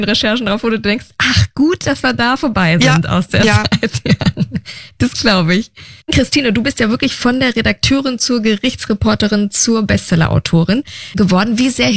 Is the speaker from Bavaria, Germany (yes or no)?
yes; Nuremberg, Bavaria, Germany; born there; now in Berlin, Germany; Nürnberg mein Geburtsort übrigens, Berlin mein aktueller Wohnort.